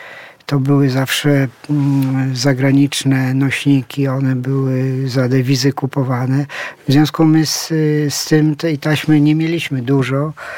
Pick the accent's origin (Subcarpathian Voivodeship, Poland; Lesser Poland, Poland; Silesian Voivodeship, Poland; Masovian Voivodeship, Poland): Silesian Voivodeship, Poland; No ja pochodzę ze Śląska. Gdzieś Śląsk mnie wychował, kształtował, dał tożsamość, poczucie tożsamości.